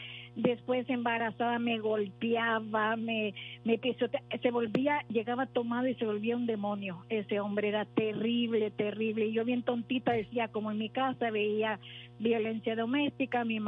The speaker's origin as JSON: {"language": "Spanish", "country": "El Salvador", "said": "nosotros somos del Salvador, y me dicen mis hermanas, ay no, te vamos a coger porque si te hace un novio mexicano te va a llevar para su rancho y nunca te vamos a volver a ver"}